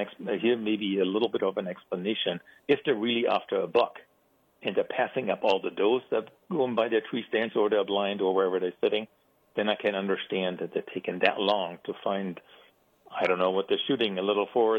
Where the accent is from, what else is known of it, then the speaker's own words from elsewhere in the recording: Germany; moved away; So I grew up in Germany, so I followed hunting culture in Germany a little bit.